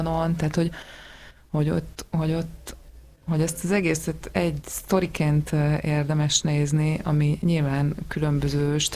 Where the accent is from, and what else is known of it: Hungary